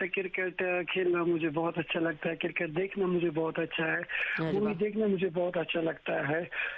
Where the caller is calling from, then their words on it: Jammu and Kashmir, India; मैं सेंटर कश्मीर से बात कर रहा हूँ, जिला बड़गाम में हमारा गांव पड़ता है।